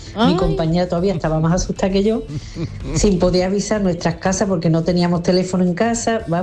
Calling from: Malaga, Andalusia, Spain; Buenos días, equipo. … de Málaga.

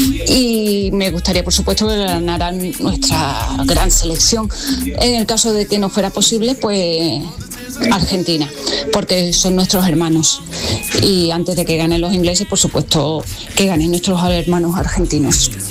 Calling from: Seville, Andalusia, Spain; de Sevilla.

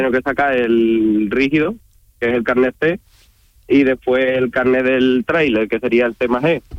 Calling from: Campillos, Andalusia, Spain; de Campillo soy.

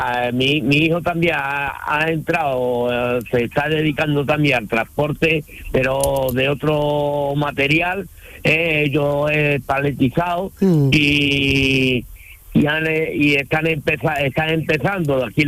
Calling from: Huelva, Andalusia, Spain; salimos los lunes de aquí de Huelva.

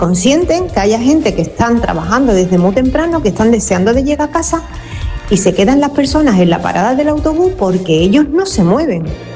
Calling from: Seville, Andalusia, Spain; yo cojo mucho los autobuses de Tucson aquí en Sevilla.

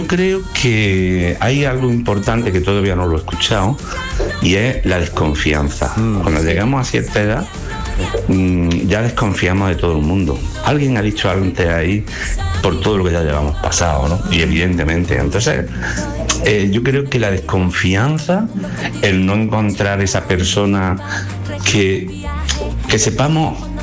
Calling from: Granada, Andalusia, Spain; de Granada.

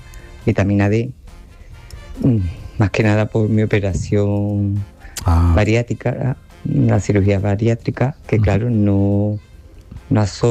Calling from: Córdoba, Andalusia, Spain; de Córdoba.

